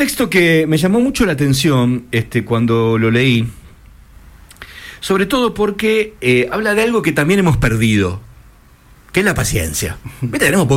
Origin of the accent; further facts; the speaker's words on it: Argentina; Nosotros somos los últimos, los más intensos, como buenos argentinos.